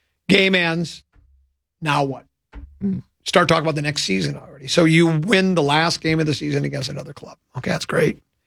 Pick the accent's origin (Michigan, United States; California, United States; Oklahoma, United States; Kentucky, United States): Michigan, United States; Detroit; You know, I was born in Detroit. You know, we learned to count Detroit.